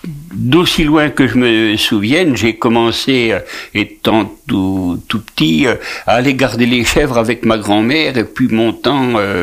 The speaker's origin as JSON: {"language": "French", "town": "Bué", "region": "Centre-Val de Loire", "country": "France", "tie": "born or raised there", "said": "Je suis né en 1947, j'allais dire à l'ombre d'un pied de vigne, mais au mois de février, il n'y a pas beaucoup d'ombre, dans un petit village qui s'appelle Bué. Bué, c'est un hameau, c'est un petit, une petite commune du canton de Sancerre."}